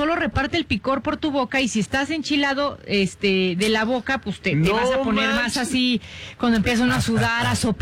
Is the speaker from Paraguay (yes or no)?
no; Mexico; nosotros a veces como mexicanos.